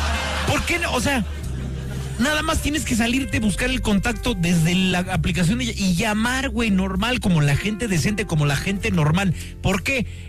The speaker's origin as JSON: {"language": "Spanish", "country": "Mexico", "tie": "born there", "said": "yo vengo de la Flores Magón, o sea, yo ya he visto el diablo a los ojos, güey."}